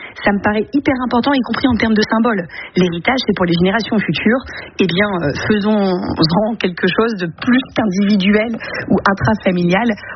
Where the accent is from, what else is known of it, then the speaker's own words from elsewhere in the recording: Hénin-Beaumont, Hauts-de-France, France; moi je viens du bassin minier du Pas-de-Calais, je me rappelle à Hélène Beaumont, en CM2